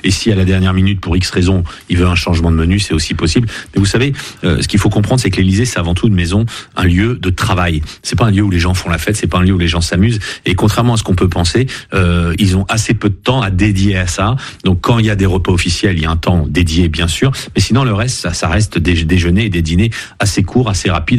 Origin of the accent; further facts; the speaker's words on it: Neuilly-Plaisance, Île-de-France, France; je suis de Neuilly-Plaisance.